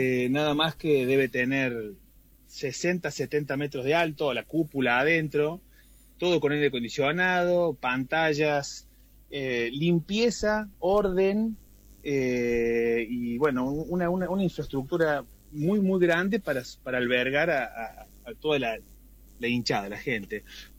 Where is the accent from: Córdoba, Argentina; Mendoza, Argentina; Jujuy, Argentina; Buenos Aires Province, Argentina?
Córdoba, Argentina; Hernando; now in Río Cuarto, Argentina; yo soy de Hernando. Hace 16 años más o menos que vivo ahí.